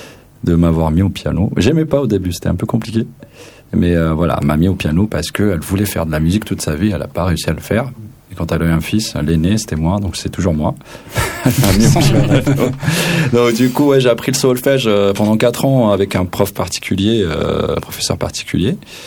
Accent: Algeria; moved away; je suis franco-algérien. Du coup, j'ai grandi en Algérie et je suis né en Algérie.

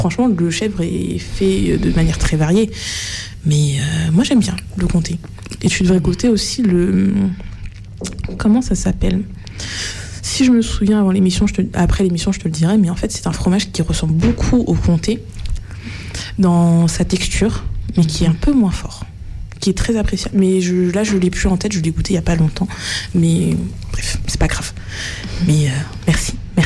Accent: Martinique; Je suis martiniquaise

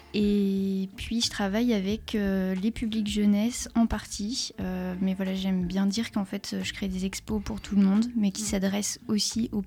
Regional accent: Saint-Nazaire, Pays de la Loire, France; moved away as an adult; also born or lived in Caen / Brussels; now in Clermont-Ferrand, France; je suis pas de Clermont, je viens de Saint-Nazaire, en Loire-Atlantique. Et donc après, je suis partie à Caen pour la licence.

